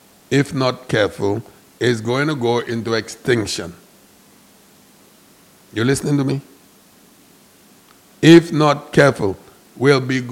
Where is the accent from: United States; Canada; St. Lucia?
St. Lucia; Well, I'm from Castro East.